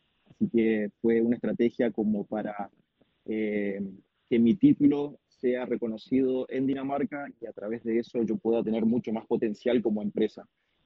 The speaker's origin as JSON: {"language": "Spanish", "town": "Godoy Cruz", "region": "Mendoza", "country": "Argentina", "tie": "born or raised there", "also_born_or_lived": "Villa Mercedes, San Luis", "moved": "as an adult", "said": "yo soy oriundo de Godecruz, Mendoza. Nacido en la ciudad de La Cepa, donde juega el club Antonio Tomba. Así que feliz de haber nacido. Y bueno, estuve hasta los 18 años en Mendoza. Después me moví a Villa Mercedes, San Luis"}